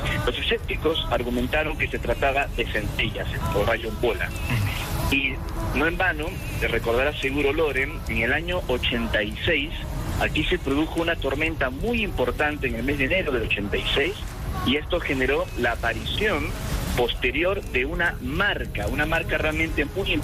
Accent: Peru; now in Argentina; tanto en la Argentina como en mi país de origen, en el Perú.

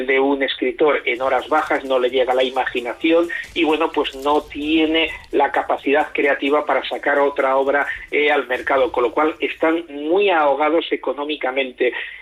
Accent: Valencian Community, Spain; Yo, lógicamente, es un idioma que domino, porque soy valenciano

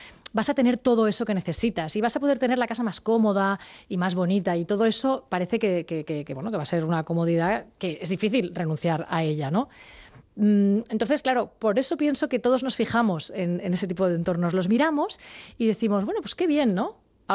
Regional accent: Sant Feliu de Llobregat, Catalonia, Spain; Yo había estado trabajando en Barcelona hasta aquel momento, porque soy de Sant Feliu de Llobregat

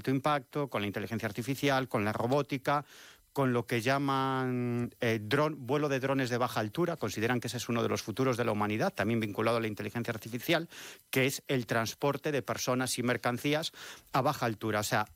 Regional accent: Galicia, Spain

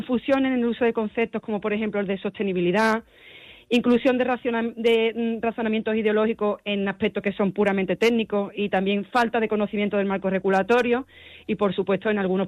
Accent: Andalusia, Spain; nosotros como andaluces, en nuestra comunidad

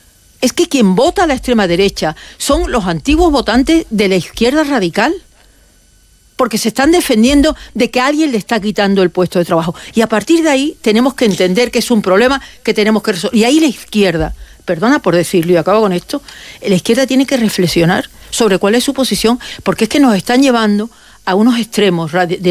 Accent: Andalusia, Spain; Porque había que trabajar, había que comer. Andaluces, de mi tierra.

